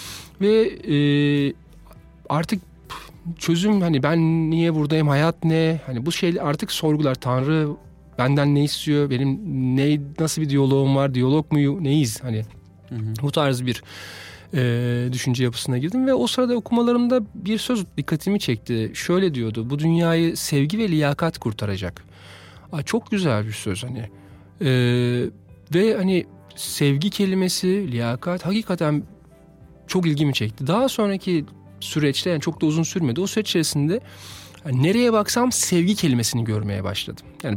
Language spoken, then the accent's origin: Turkish; Mersin, Turkey; moved away as an adult; also born or lived in Istanbul; 42 yaşındayım. Mersin doğumluyum, turizmciyim. Mersin'de normal bir klasik Türk ailesinin içine doğdum. Hani Müslüman bir aile ama hani böyle beş vakit namazı olmayan ama işte Ramazanlarda oruç tutulan natürel bir düzgün aile.